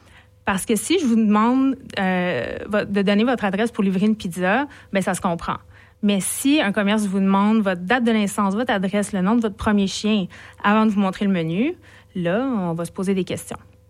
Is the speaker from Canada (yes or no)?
yes; Lévis, Quebec, Canada; moved away; Je viens de Lévis, je vous en ai parlé la dernière fois.